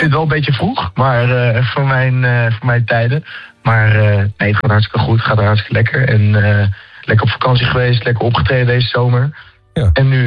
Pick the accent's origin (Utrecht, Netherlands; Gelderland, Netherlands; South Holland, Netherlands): Utrecht, Netherlands; omdat ik uit Utrecht kom.